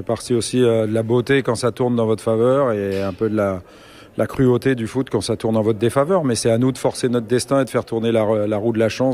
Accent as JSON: {"language": "French", "country": "France", "said": "en tant que Français"}